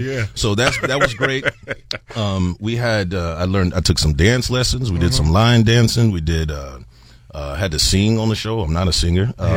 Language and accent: English; San Antonio, Texas, United States; Not at all. I'm from Texas. I'm from San Antonio, so that was the closest team we had.